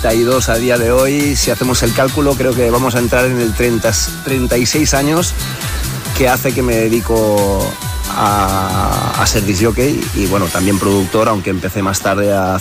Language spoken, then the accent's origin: Spanish; Mataró, Catalonia, Spain; pero en algunas de Mataró, de mi ciudad natal, conseguía entrar en Nivei